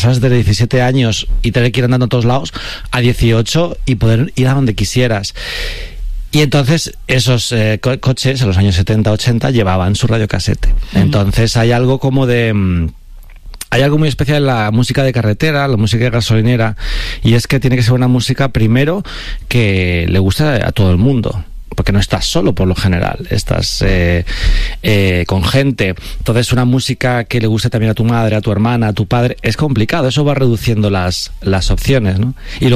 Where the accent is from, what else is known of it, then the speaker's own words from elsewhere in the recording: Alcorcón, Community of Madrid, Spain; cuando decían, ¿tú de dónde eres? Yo decía, Alcorcón, la gente era como... ¿Sabes? En plan, como que les parecía gracioso ser de Alcorcón.